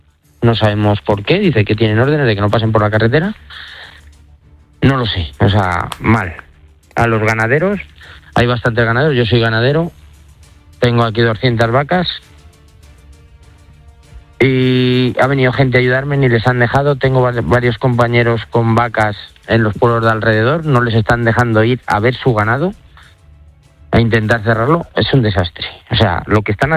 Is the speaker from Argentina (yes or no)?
no; Las Navas de Jadraque, Castilla-La Mancha, Spain; Yo soy de las Navas de Jadraque.